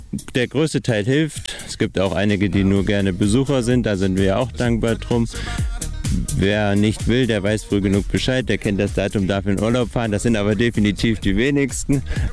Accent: Wichte, Hesse, Germany; Ich komme ja auch aus Wichte, bin hier schon immer, also bin geboren, aufgewachsen in Wichte

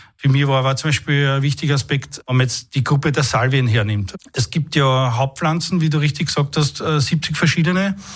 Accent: St. Margarethen im Burgenland, Burgenland, Austria; Wir haben ja ganz eine tolle Flora im Burgenland. Und ich komme ja aus St. Margarethen und da gibt es sehr viel Trockenrasen und die haben mich auch sehr geprägt, auch in meiner Kindheit.

